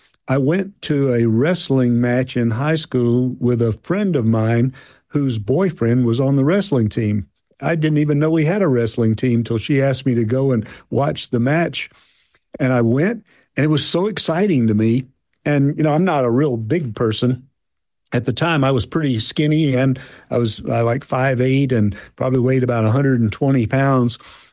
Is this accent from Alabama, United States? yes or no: yes; Opelika, Alabama, United States; You know, and you mentioned Opelika. That is my hometown, and it's where I spent a lot of my growing up formative years. And it's a wonderful place to have grown up. Small town, hardworking people.